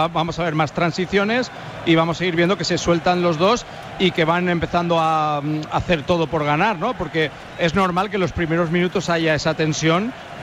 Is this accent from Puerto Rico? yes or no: no; Brazil; Como brasileña, quiero decir que Brasil ahora ya no es el Brasil del 70.